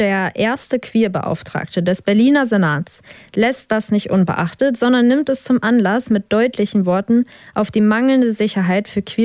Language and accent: German; Khabarovsk, Khabarovsk Krai, Russia; Wir kommen eigentlich ursprünglich aus Khabarovsk.